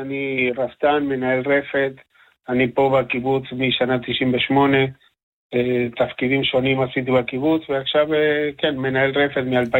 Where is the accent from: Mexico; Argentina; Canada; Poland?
Argentina; accent: Spanish; Hebrew is a second language; now in Israel; אני ארגנטינאי.